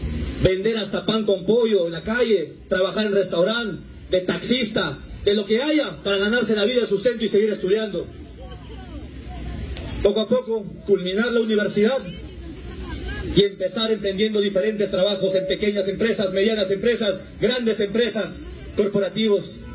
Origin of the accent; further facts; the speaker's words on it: Pichanaki, Junín, Peru; moved away as an adult; also born or lived in Lima; Yo nací aquí en Pichanaki, en mi linda tierra que me vio nacer y crecer. A los 7 años, como ustedes saben, quedé huérfano de padre, madre y hermano.